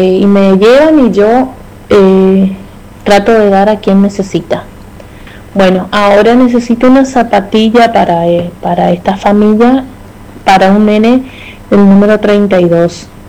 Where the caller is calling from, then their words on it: Argentina; Yo vivo en Villa Cristian … vivo en Almirante Brown, cerca del Club Independiente